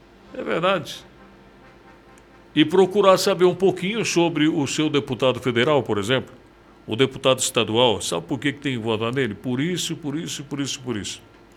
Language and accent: Portuguese; Brazil